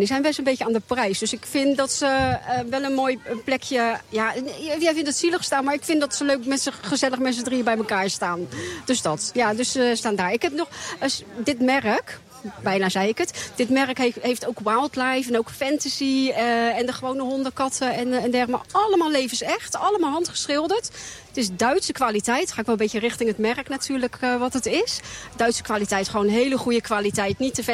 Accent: North Brabant, Netherlands; Uit Brabant, Heiningen.

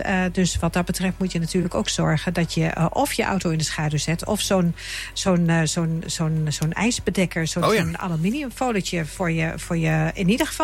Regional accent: Overijssel, Netherlands; En doe het vooral, ik kom uit Twente, Ronald, hennig aan.

